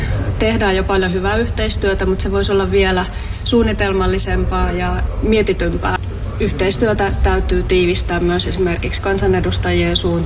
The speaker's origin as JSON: {"language": "Finnish", "region": "Kymenlaakso", "country": "Finland", "tie": "born or raised there", "also_born_or_lived": "Kotka", "moved": "yes", "said": "Henkilönä asun maaseudulla perheen kanssa ja olen tosiaan Kymenlaaksosta kotoisin. Olen myös asunut Kotkassa aikanaan"}